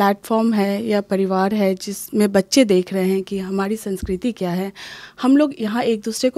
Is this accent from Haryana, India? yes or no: no; Ranchi, Jharkhand, India; moved away as an adult; मैं रांची से हूँ